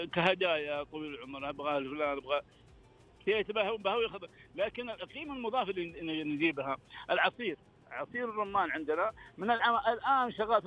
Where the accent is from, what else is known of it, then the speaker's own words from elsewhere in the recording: Taif, Makkah Province, Saudi Arabia; عندنا أحسن في الطائف